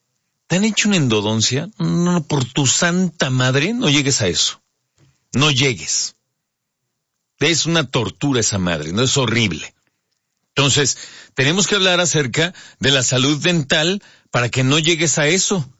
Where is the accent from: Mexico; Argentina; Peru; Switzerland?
Mexico; A ver, honestamente yo no sé si es porque somos mexicanos